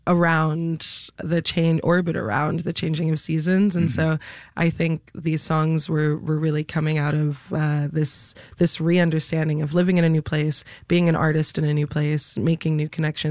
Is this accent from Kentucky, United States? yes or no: no; Chicago, Illinois, United States; born or raised there